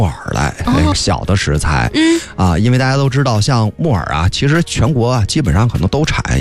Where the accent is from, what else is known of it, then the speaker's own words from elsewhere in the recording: Liaoning, China; now in Beijing, China; 但是我老家因为在辽宁嘛，我去的这个地儿呢，比辽宁还得再往北，我去黑龙江了。